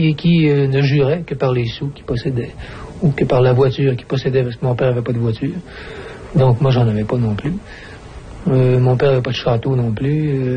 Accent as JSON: {"language": "French", "town": "Quebec City", "region": "Quebec", "country": "Canada", "said": "Parce que je suis Québécois et à Québec, il y a des petites chapelles, il y a des petites gangs. Moi, j'étais un gars de la basse ville."}